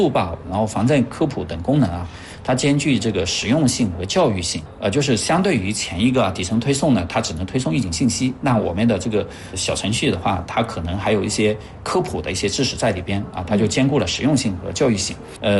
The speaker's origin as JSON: {"language": "Chinese", "region": "Yunnan", "country": "China", "tie": "born or raised there", "moved": "yes", "said": "因为我本身是那边的人啊，就是我老家是那边的。"}